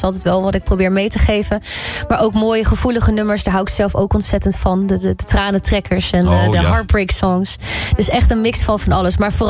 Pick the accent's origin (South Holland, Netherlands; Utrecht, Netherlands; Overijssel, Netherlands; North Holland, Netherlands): Utrecht, Netherlands; IJsselstein; Ik ben 27 jaar. Ik kom uit IJsselstein.